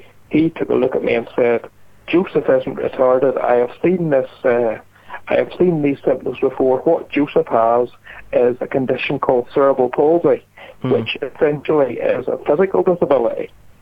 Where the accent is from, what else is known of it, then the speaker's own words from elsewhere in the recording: Ballymena, Northern Ireland, United Kingdom; campaigning for a special school for children with physical disabilities to be opened in my hometown of Ballymena.